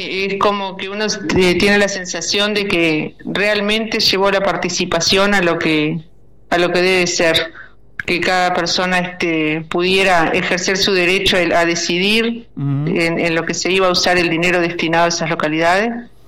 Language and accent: Spanish; Uruguay; somos así los uruguayos, somos un poco apáticos